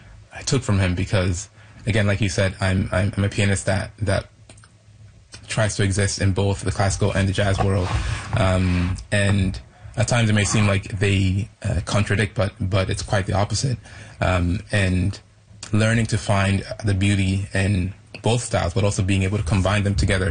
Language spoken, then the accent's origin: English; Canada